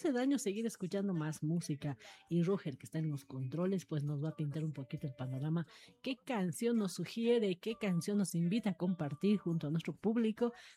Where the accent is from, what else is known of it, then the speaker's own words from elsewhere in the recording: La Paz, Bolivia; yo desde pequeña personalmente puedo ver, podía ver que desde muy tempranito las casas ponían las banderas de La Paz.